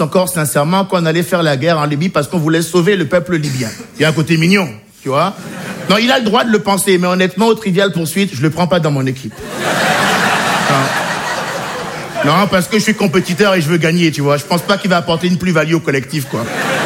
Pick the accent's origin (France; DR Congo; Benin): Benin; born or raised there